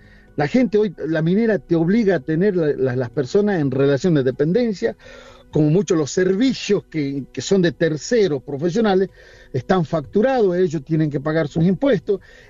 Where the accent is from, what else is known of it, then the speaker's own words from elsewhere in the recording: Argentina; estamos constantemente tratando de entender la política económica e ir para adelante como argentinos, ¿no?